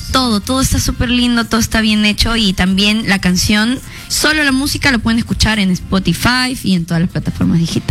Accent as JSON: {"language": "Spanish", "country": "Peru", "said": "Claro, yo como mujer peruana, como ciudadana también"}